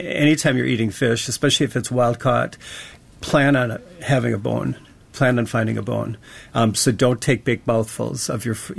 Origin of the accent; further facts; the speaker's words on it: Marshfield, Wisconsin, United States; also born or lived in Madison / Colorado; Growing up in central Wisconsin, we didn't have fish boils. There's always fish fries growing up in Marshfield. Come to Madison, move out to Colorado, come back here, decide to go to culinary school.